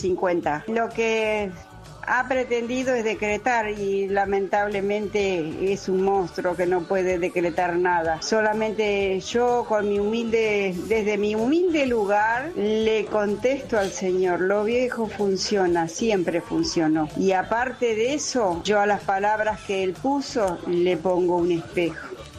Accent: Tortuguitas, Buenos Aires Province, Argentina

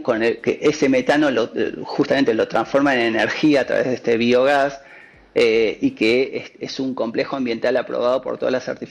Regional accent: San Carlos de Bariloche, Río Negro, Argentina; Yo soy de Bariloche

